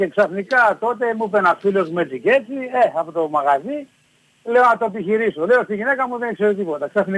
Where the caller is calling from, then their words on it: Stuttgart, Baden-Württemberg, Germany; Εγώ είμαι από τη Στουγκάρδη.